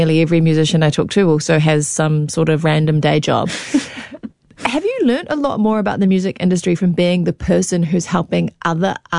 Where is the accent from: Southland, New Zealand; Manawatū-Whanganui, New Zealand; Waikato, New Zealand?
Waikato, New Zealand; Raglan; you've got a show in my hometown, in Raglan.